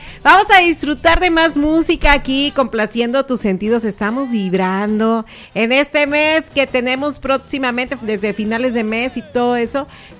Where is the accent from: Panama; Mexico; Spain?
Mexico; de lo que somos hechos los mexicanos